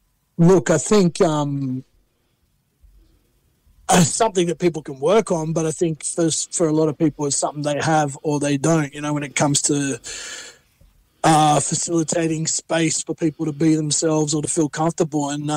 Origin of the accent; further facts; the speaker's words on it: Penrith, New South Wales, Australia; Grew up in Western Sydney, born and raised in Penrith. Got a bit of a mixed background.